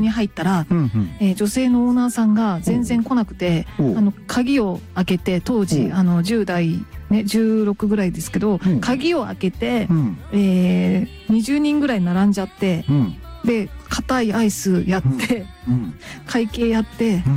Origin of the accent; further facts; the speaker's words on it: Kagawa, Japan; 実は私地元の香川県にいる頃にですね、サーティワンで、うん、バイトしてたことがあるんですけど、